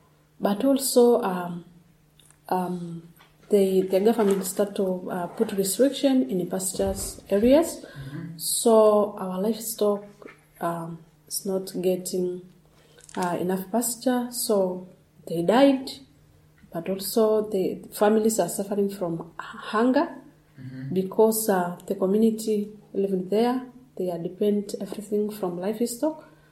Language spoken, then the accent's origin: English; Tanzania; English is a second language; from Tanzania, northern part.